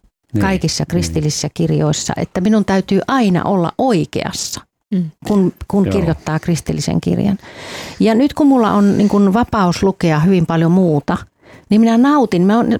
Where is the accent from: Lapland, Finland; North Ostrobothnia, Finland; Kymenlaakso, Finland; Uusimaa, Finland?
Uusimaa, Finland; Helsinki; mä aina olen helsinkiläinen.